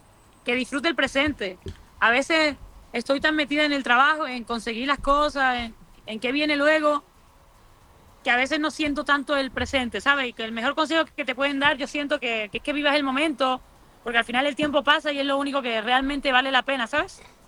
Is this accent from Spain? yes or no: yes; Spain; siento que tengo mucho que decir como mujer, como persona, como española